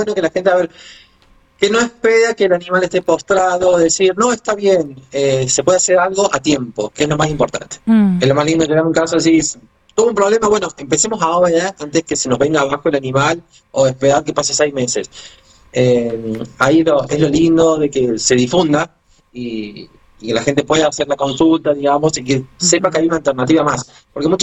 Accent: Villa Carlos Paz, Córdoba, Argentina; De acá de Carlos Paz.

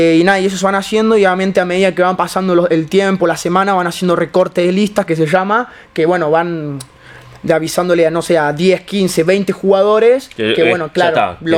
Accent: Chubut, Argentina; born there; now in Alta Gracia, Argentina; yo soy de allá, de Chubut, bien, del sur. Jugaba al rugby allá, empiezo desde chiquito, desde los 6, 7 años vengo haciendo rugby, ya hace mucho tiempo. Y bueno, y nada, por cuestiones de mi familia, de trabajo, de cuestiones así, nos venimos a vivir acá.

